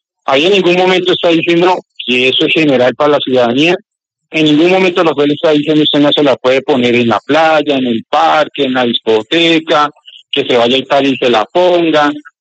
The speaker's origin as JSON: {"language": "Spanish", "country": "Colombia", "said": "yo como colombiano..."}